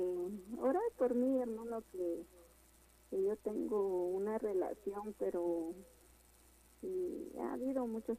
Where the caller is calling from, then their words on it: Quetzaltenango, Guatemala; Quetzaltenango.